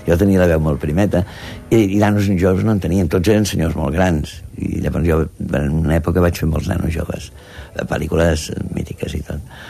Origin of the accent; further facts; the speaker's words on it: Catalonia, Spain; jo sóc català